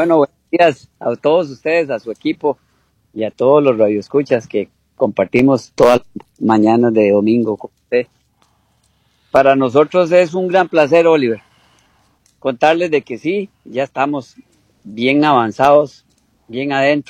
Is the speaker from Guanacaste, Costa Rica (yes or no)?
yes; Tilarán, Guanacaste, Costa Rica